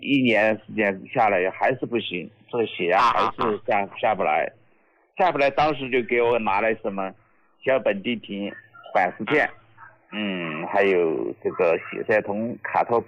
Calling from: Jintang, Sichuan, China; 哎，我来自四川成都金堂县的

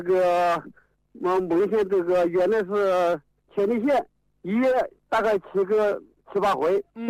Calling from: Zhongxiang, Hubei, China; 我是中祥柴湖镇的。

